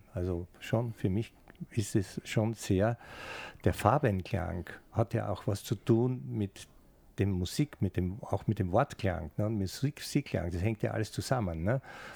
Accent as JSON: {"language": "German", "region": "Styria", "country": "Austria", "said": "Ich komme ja aus der Steiermark"}